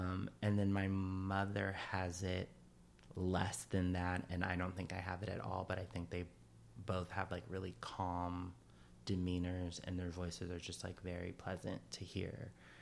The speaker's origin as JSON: {"language": "English", "town": "Chicago", "region": "Illinois", "country": "United States", "said": "I'm from Chicago, Illinois."}